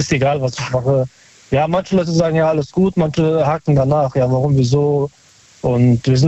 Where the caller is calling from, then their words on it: North Rhine-Westphalia, Germany; Aus Nähe Köln.